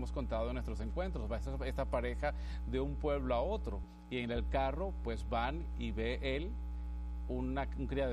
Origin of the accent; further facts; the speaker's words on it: Venezuela; first language Spanish; yo soy de Venezuela, y tenemos el mismo idioma español, pero tenemos diferentes expresiones